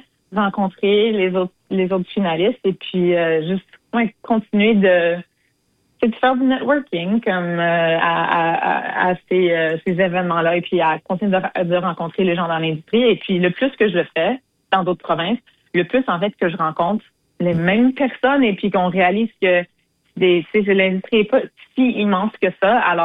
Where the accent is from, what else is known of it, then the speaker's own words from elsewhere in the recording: Manitoba, Canada; en tant que franco-manitobaine